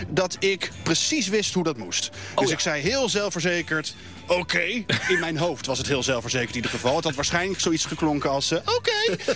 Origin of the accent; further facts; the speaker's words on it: Voorburg, South Holland, Netherlands; Ik zat in de tweede van het Dalton Voorburg. Basketbalveldje. Ja. Achter het huis waar ik ben opgegroeid.